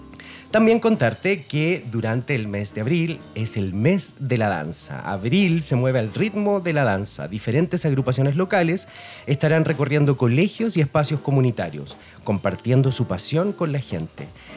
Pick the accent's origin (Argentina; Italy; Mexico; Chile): Chile; Es algo que nos representa como chilenos.